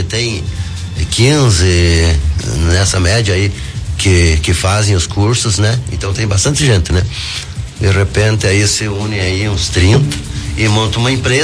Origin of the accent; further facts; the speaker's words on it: Mallet, Paraná, Brazil; sou nascido e criado aqui no Malé, né?